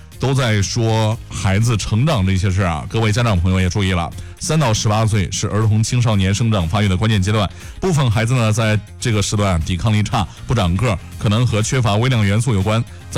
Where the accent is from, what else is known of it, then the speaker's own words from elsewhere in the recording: Zhengzhou, Henan, China; 更是我们郑州人从晨光熹微到暮色沉沉，从日常三餐到宴席盛典的一个情感归宿。